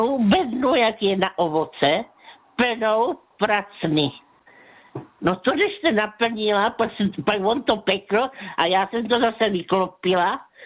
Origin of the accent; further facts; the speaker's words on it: Tišnov, South Moravian Region, Czechia; tak tam se u nás v Tišnově otvírala nová školka.